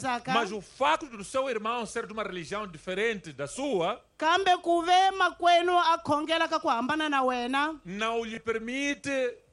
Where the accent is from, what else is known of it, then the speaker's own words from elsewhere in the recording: Mozambique; Mas se nós, como moçambicanos, não ficarmos atentos, não ficarmos vigilantes, vão aparecer pessoas aqui em Mabalane